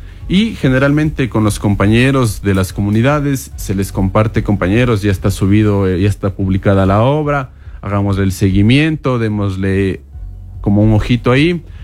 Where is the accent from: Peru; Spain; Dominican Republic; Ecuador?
Ecuador; Cotacachi, Imbabura; todos como cotacacheños, como ciudadanos ecuatorianos